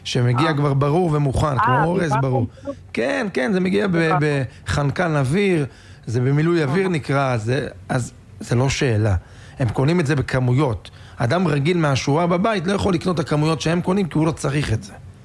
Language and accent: Hebrew; Netanya, Central District, Israel; אני גדלתי בנתניה, אני יודע בדיוק מה אני אומר.